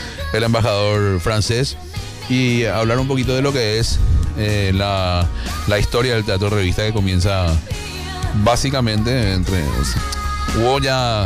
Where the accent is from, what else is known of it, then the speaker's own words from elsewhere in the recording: Paraguay; es imposible hacer teatro de revista en Paraguay con el toque bonaerense, porque no somos argentinos.